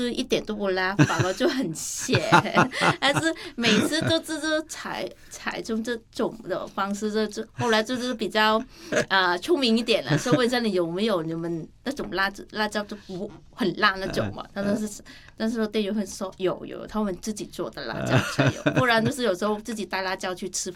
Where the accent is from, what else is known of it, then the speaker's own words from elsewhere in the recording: Vietnam; Chinese is a second language; 是因为我们越南人是比较喜欢吃辣和酸的食物，